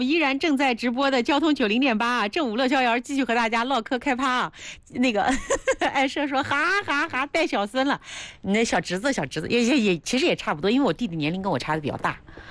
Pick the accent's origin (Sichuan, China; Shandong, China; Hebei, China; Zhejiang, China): Hebei, China; accent: Hebei; 我们河北话土话讲叫新啊，就叫盖房子